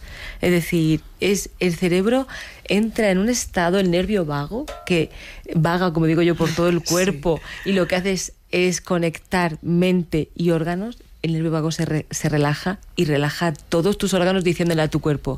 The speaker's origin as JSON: {"language": "Spanish", "town": "Águilas", "region": "Region of Murcia", "country": "Spain", "tie": "born there", "said": "Yo soy nacida en Águilas"}